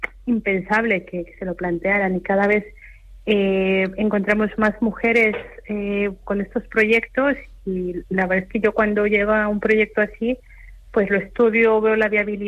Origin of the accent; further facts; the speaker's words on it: Mexico; Yo soy mexicana